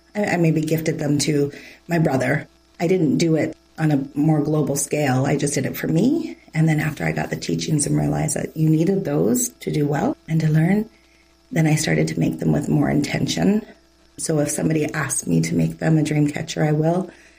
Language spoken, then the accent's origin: English; Toronto, Ontario, Canada; born there; also born or lived in Georgina, Ontario; I grew up kind of in Toronto, and then sat in, so Georgina, so it was quieter when I moved there.